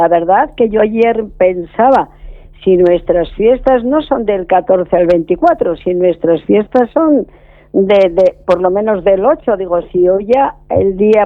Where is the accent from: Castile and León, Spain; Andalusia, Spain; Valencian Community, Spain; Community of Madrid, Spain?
Castile and León, Spain; Pradoluengo